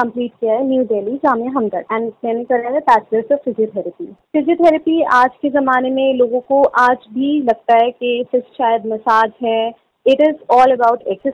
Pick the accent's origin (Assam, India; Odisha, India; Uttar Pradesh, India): Uttar Pradesh, India; Rampur; also born or lived in New Delhi; और मैं यूपी रामपुर से बिलोंग करती हूँ।